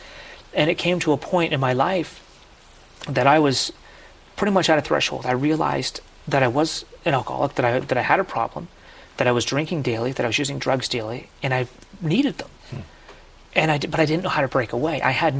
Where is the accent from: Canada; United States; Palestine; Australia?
Canada; As a Canadian, we played road hockey nonstop.